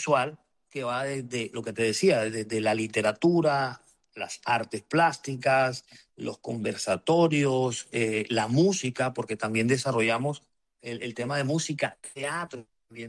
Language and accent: Spanish; Barranquilla, Atlántico, Colombia; Bueno, Carlos, no, yo como barranquillero, yo me siento muy orgulloso de que el presidente electo ha visto poder gobernar de las regiones.